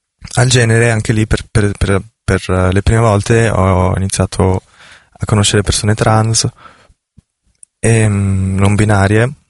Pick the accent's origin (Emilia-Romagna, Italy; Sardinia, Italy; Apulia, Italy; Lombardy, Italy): Lombardy, Italy; Milan; also born or lived in Amsterdam; Sì, sono nata a Milano nel 2002 e cresciuta qui fino a tipo i 18 anni, in cui ho vissuto 2 anni ad Amsterdam per poi tornare qui. E, mio papà è di origine greca o turca, però è nato qua